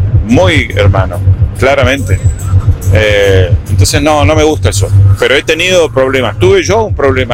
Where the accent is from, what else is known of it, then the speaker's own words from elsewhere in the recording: interior, Argentina; Yo no soy de Buenos Aires, pero los de Buenos Aires y hacen así con los mexicanos y no tienen el respeto que tenemos la gente que es del interior de la Argentina.